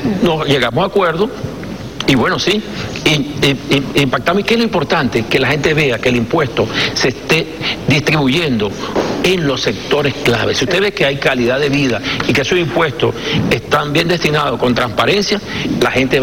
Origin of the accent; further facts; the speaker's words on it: Venezuela; Así somos los venezolanos.